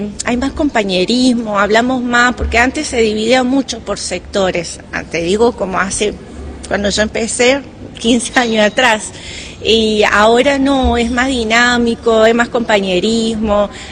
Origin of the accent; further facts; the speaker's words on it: Villa Mercedes, San Luis, Argentina; yo soy de Villa Mercedes, que por ahí el alcance es más limitado